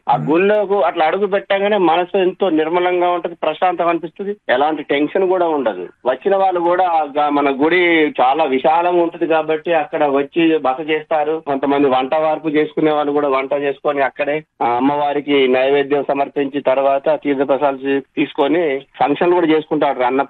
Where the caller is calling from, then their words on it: Rampuram, Telangana, India; మాది భద్రాద్రి కొత్తగూడెం జిల్లా రాంపురం గ్రామం.